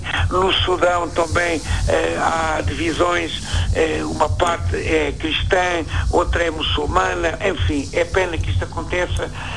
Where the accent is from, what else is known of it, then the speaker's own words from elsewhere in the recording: Azores, Portugal; minha ilha, que é uma ilha dos Açores